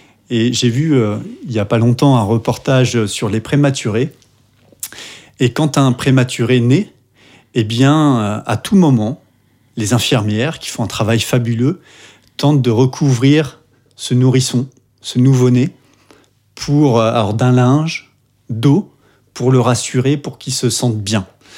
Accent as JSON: {"language": "French", "town": "Saint-Malo", "region": "Brittany", "country": "France", "tie": "born or raised there", "moved": "as an adult", "lives_now": "Le Conquet, France", "said": "je suis originaire de Saint-Malo."}